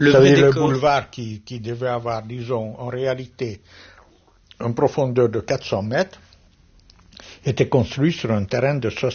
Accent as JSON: {"language": "French", "town": "Paris", "region": "Île-de-France", "country": "France", "tie": "born there", "said": "Je suis né comme peintre à Paris"}